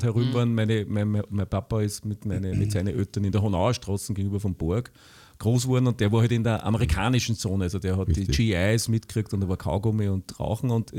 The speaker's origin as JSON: {"language": "German", "town": "Linz", "region": "Upper Austria", "country": "Austria", "tie": "born or raised there", "said": "als Linzer, der seit 62 Jahren in der Stadt lebt und eigentlich aufgewachsen ist, in einem nicht großen Selbstbewusstsein zu sagen, ich komme aus Linz"}